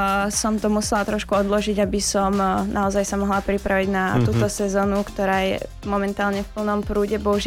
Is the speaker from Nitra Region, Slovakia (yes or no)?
no; Banská Bystrica Region, Slovakia; ja som z Horehronia, konkrétne z Odhranca.